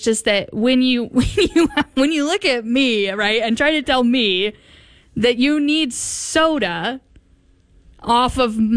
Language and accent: English; United States; we're American.